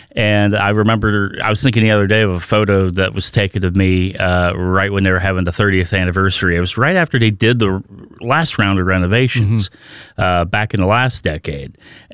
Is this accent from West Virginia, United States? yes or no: yes; St. Marys, West Virginia, United States; Well, I come from St. Mary's, West Virginia.